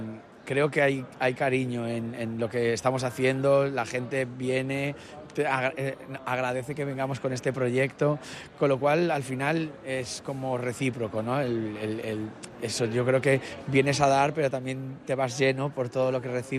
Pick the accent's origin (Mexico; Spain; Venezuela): Spain; Madrid, Community of Madrid; Soy de Madrid.